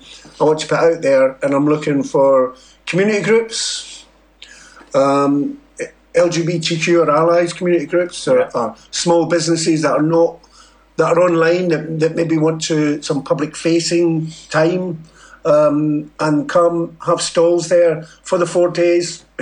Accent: Scotland, United Kingdom; Being Scottish

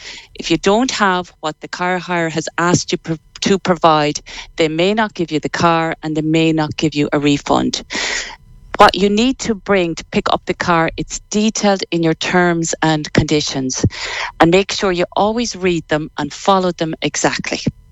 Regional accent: Sligo, Connacht, Ireland; Born and bred in Sligo Town, so I'm not far from you.

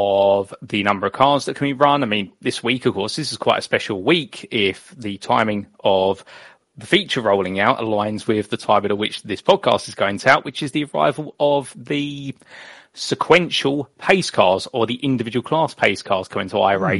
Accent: United Kingdom; born or raised there

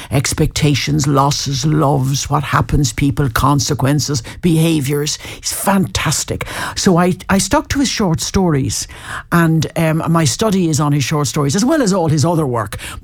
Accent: Foxford, County Mayo, Ireland; born there; No, I was not. I was born in Foxford in Mayo.

